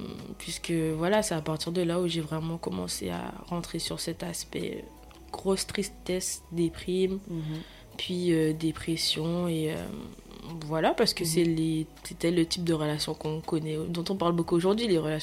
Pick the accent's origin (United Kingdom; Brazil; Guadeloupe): Guadeloupe; j'ai grandi en Guadeloupe avec mes parents et tout.